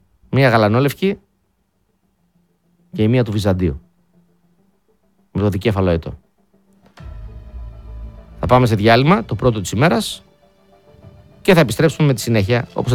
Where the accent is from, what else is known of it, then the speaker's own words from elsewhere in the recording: Greece; δημοσιογράφος, ραδιοφωνικός παραγωγός, ιστορικός, Έλληνας.